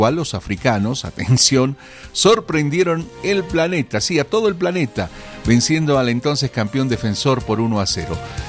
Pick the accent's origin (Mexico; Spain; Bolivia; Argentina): Bolivia; que como bolivianos podamos transitar libremente por el país